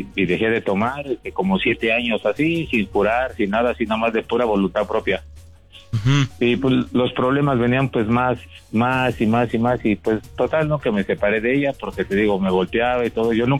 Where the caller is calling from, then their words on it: Naucalpan, State of Mexico, Mexico; Ella vive en Chimalhuacán y yo vivo en Naucalpan.